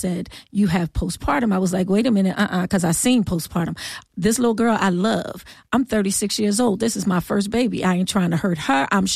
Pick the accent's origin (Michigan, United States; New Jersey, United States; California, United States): New Jersey, United States; now in Philadelphia, United States; I was born and raised in Jersey.